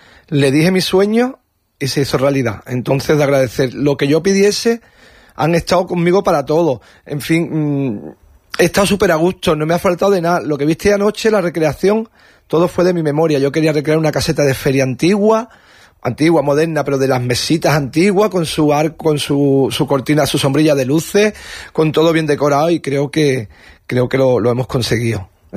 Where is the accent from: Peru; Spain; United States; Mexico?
Spain; Vélez-Málaga, Andalusia; born or raised there